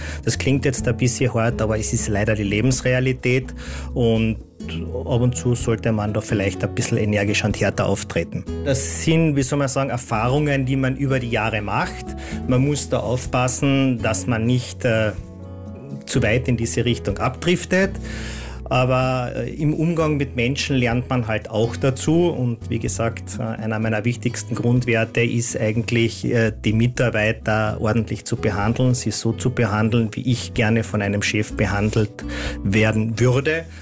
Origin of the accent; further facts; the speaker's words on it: St. Veit an der Glan, Carinthia, Austria; moved away as an adult; also born or lived in Vienna; Meine Kindheit durfte ich in St. Veit an der Glan verbringen, bin dort auch zur Schule gegangen und habe dort auch am dortigen Gymnasium dann maturiert. Und im Anschluss an diese Matura ging es dann nach Wien.